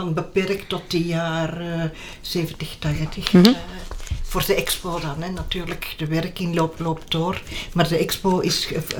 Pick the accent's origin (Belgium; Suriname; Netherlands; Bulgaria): Belgium; Flanders; now in Antwerp, Belgium; Wel, ik ben eigenlijk van de Kempen afkomstig, maar ik ben begin jaren 70 in Antwerpen komen wonen, naar Antwerpen komen wonen.